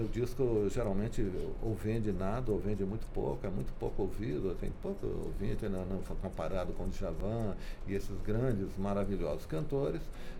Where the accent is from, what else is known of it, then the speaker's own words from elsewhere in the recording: Brazil; o fato de ser brasileiro, mas trazer um pouco essa herança da Europa